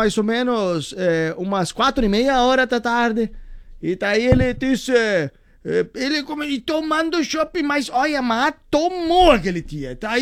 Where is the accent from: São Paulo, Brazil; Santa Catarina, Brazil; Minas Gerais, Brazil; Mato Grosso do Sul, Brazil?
Santa Catarina, Brazil; Itapiranga; lá onde eu venho, lá de Itapiranga, aquela região lá ali.